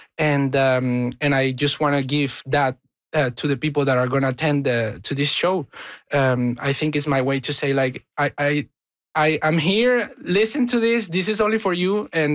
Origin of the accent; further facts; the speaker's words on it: Venezuela; now in Canada; I grew up in Venezuela listening to pop Anglo music